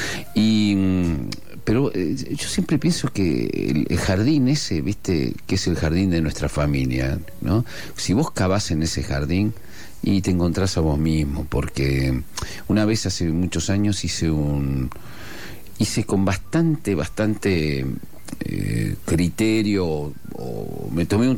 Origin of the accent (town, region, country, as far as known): Argentina; born there; first language Asturian